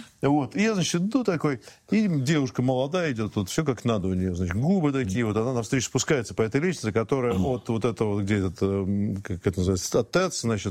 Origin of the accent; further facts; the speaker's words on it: Moscow, Russia; Я из Москвы